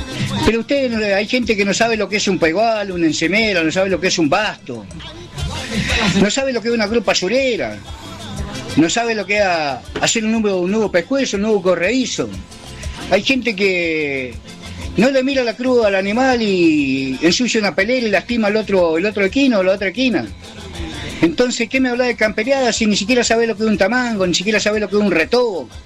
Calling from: Río Negro, Argentina; soy un gaucho río negrino.

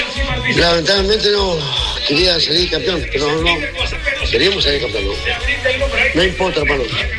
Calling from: Puerto Madryn, Chubut, Argentina; de la Guardia de Oche, Puerto Madryn.

